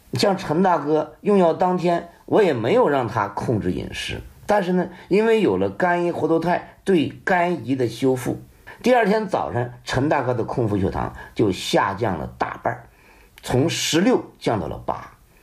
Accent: China; 让世界见识到我们中国人的智慧以及在医学领域的尊严。

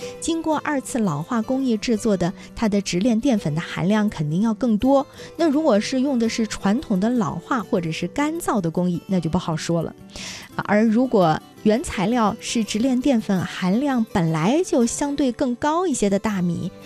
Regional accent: Yunnan, China

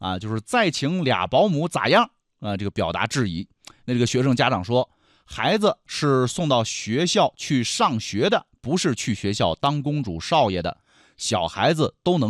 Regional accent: Heilongjiang, China; moved away; 我记得因为我在黑龙江啊，在东北上小学

